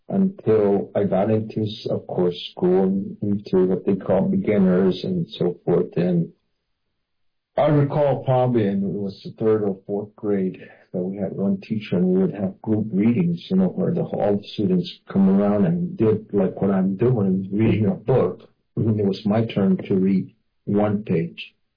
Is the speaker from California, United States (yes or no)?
no; Arizona, United States; first language Hopi; English is a second language